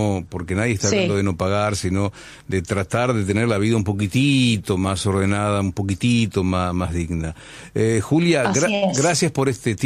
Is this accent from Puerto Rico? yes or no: no; San Nicolás de los Arroyos, Buenos Aires Province, Argentina; moved away; yo soy de San Nicolás, me vine mucho hace muchos años acá, bla, bla, bla, pero mi viejo trabajaba en Somisa.